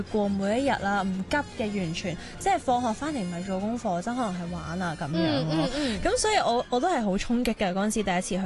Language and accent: Cantonese; Hong Kong; born there; 因為我哋喺香港或者亞洲地方成長咧